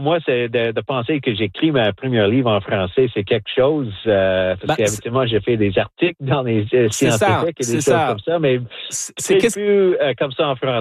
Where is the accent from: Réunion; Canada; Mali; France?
Canada; Saskatchewan; French is a second language; Parce que il faut pas oublier, je viens de Saskatchewan, d'une Première Nation, et très peu de Français là-bas dans les plaines, plus à Winnipeg, mais moins en Saskatchewan.